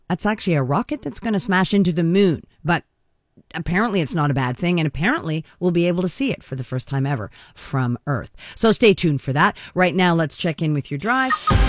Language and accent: English; Ireland; I'm Irish, but it's Scottish Games.